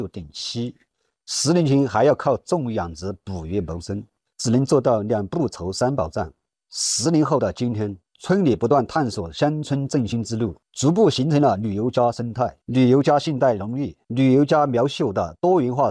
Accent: Qianxi, Guizhou, China; 我的家乡化乌村就位于乌江源头三岔河与六冲河的交汇处，这里已是乌江源百里画廊核心景区。我们村的苗族人口占比达96.7%，

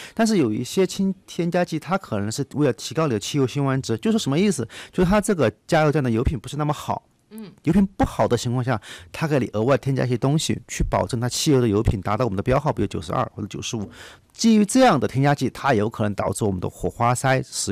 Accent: Chongqing, China; 我来自重庆

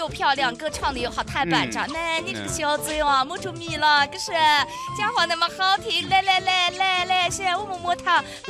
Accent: Yunnan, China; 作为我们云南人

